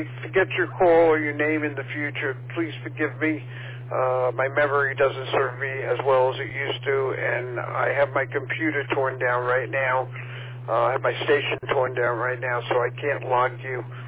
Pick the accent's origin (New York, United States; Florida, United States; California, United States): Florida, United States; moved away as an adult; now in Oregon, United States; I grew up in South Florida, and I counted the days till I got away. I actually went back to school, so I left and I moved to Oregon to go to graduate school.